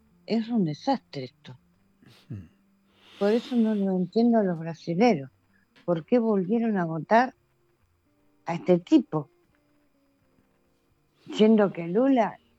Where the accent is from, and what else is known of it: Rosario, Santa Fe, Argentina